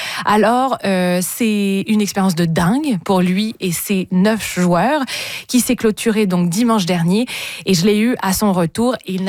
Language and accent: French; Quebec, Canada; chez nous au Québec.